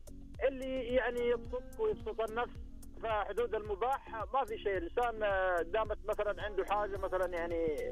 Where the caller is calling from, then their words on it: Dammam, Eastern Province, Saudi Arabia; انا من الدمام